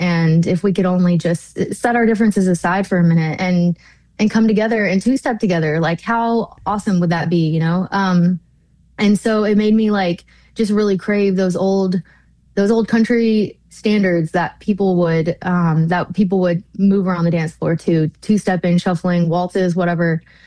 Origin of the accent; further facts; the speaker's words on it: Texas, United States; I mean, obviously growing up in Texas, we're obviously neighbors.